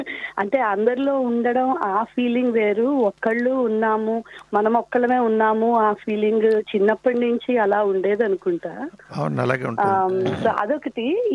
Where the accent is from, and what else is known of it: Vijayawada, Andhra Pradesh, India; born or raised there